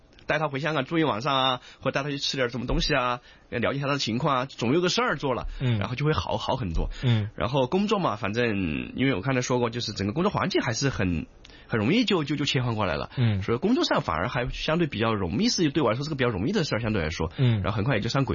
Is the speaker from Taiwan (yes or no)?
no; Sichuan, China; moved away as an adult; now in Hong Kong; 因为我是四川人，从小在四川长大